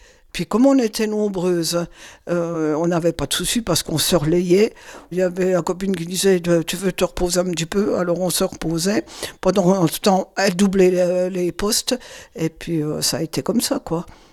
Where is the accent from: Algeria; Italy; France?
France; Audincourt, Bourgogne-Franche-Comté; also born or lived in Valentigney; Alors moi, je suis née à Valentigny, à côté d'Audincourt. On habitait avec mes frères et mes parents au centre-ville d'Audincourt.